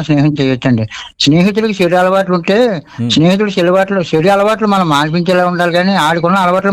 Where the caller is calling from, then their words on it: Durgada, Andhra Pradesh, India; మాది కాకినాడ జిల్లా దుర్గాడ అన్నవరం దగ్గర సారు.